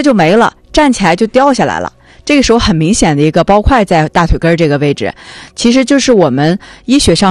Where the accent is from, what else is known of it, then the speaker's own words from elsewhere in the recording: Northeast China, China; 咱们东北话啊